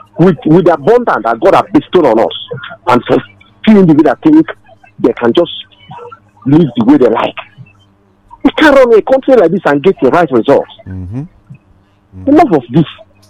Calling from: Nigeria

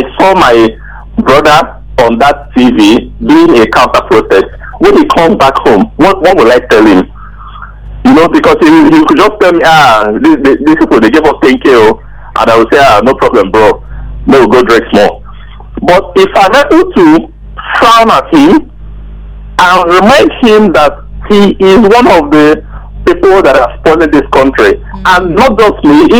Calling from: Ibeju-Lekki, Lagos, Nigeria; I'm calling from Ibejuleke.

